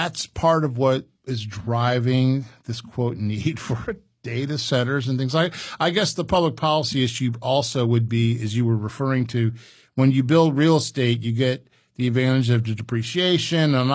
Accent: Illinois, United States; it wasn't dirty like coal or steel, where I grew up near Chicago, the steel makers.

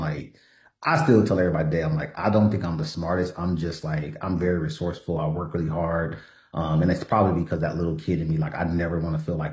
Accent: Los Angeles, California, United States; But going back, yeah, I grew up in South Central LA, first college generational graduate.

